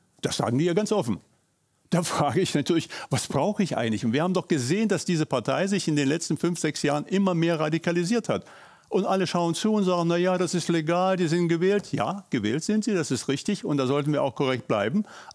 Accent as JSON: {"language": "German", "region": "Thuringia", "country": "Germany", "said": "Ich komme aus Thüringen, da war der entscheidende V-Mann von mir."}